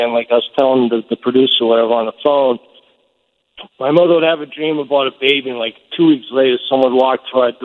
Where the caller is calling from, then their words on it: Massachusetts, United States; I'm from Massachusetts, as you said, and I'm a Christian.